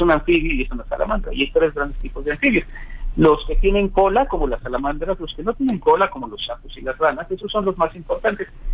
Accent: Mexico; somos como mexicanos

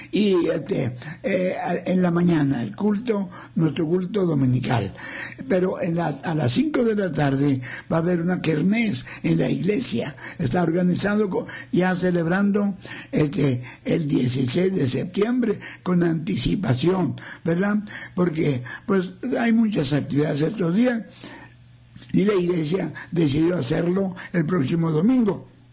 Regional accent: Mexico; como mexicanos darle gracias a Dios por el 16 de septiembre.

